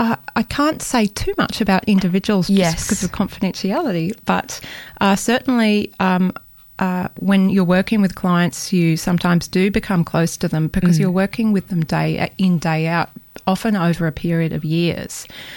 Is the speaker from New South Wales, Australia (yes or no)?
yes; Bellingen, New South Wales, Australia; born or raised there